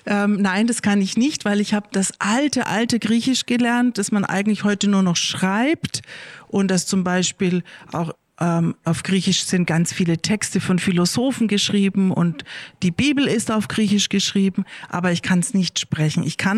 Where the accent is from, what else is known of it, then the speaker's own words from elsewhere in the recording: Germany; first language de; Also ich spreche natürlich Deutsch, weil das ist meine Muttersprache. Das habe ich gelernt als Kind, meine ganze Familie, meine Eltern. Das sind alles Leute, die in Deutschland aufgewachsen sind und wir haben Deutsch gesprochen.